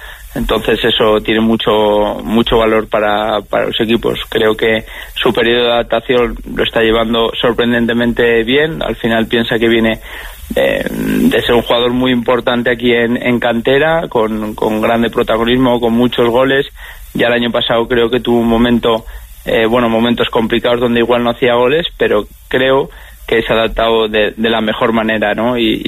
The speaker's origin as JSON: {"language": "Spanish", "region": "Aragon", "country": "Spain", "moved": "yes", "said": "Huesca o Zaragoza, que son los de mi tierra y donde trabaja mi hermano."}